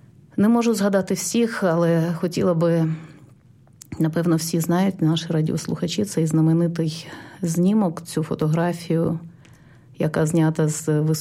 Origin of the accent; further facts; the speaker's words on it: Pripyat, Kyiv Oblast, Ukraine; поїхати в моє рідне місто Прип'ять.